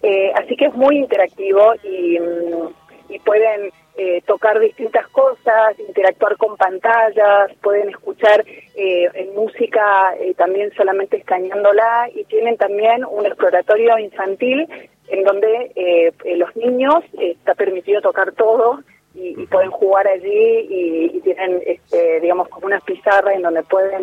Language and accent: Spanish; Salta, Argentina; lo que somos nosotros como salteños